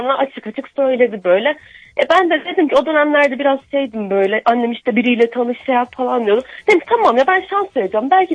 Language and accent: Turkish; Amasya, Turkey; ben Amasyalıyım